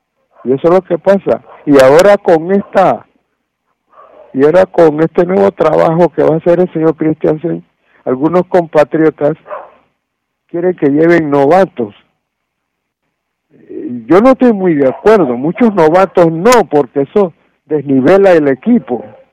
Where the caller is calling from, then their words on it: Panama; usted sabe cómo somos nosotros los panameños, ¿no?